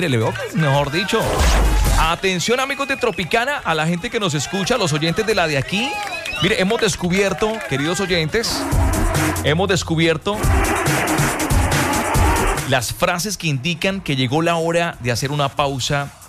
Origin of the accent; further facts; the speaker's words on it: Colombia; Si yo soy colombiano